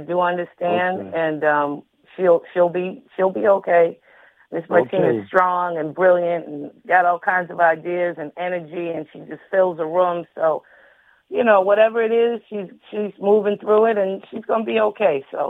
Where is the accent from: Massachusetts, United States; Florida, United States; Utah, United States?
Massachusetts, United States; Boston; my hometown area of Roxbury, Boston